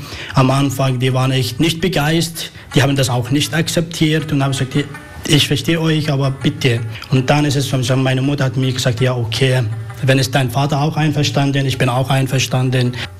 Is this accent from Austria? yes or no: no; Tishrin, Syria; German is a second language; now in Germany; Ich komme aus Syrien, geboren in Tischrin, der so Nordsyrien, Grenze von der Irak.